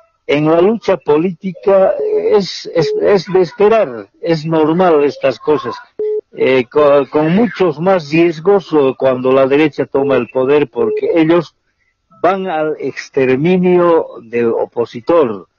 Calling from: La Paz, Bolivia; aquí en la zona sur, donde vivo

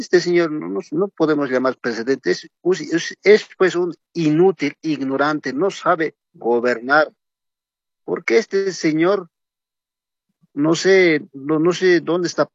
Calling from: Muñecas Province, La Paz, Bolivia; Estoy llamando de aquí, Departamento de la Paz de Provincia Muñecas.

